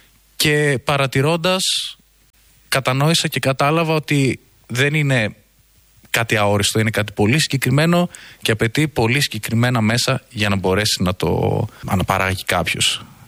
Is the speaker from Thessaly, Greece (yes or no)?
yes; Larissa, Thessaly, Greece; Γεννήθηκα και μεγάλωσα στη Λάρισα, έχοντας καταγωγή από την Ορεινή Καρδίτσα, από την Αργυθέα, τη μεριά της μητέρας μου